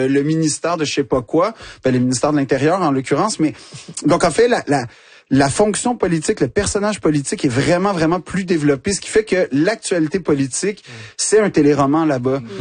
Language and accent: French; Quebec, Canada; si il me regarde de haut du fait que je suis québécois